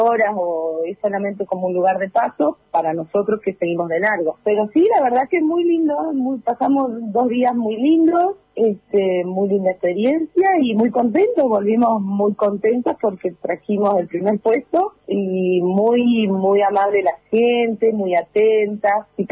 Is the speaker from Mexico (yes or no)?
no; Entre Ríos, Argentina; yo soy del norte, de Entre Ríos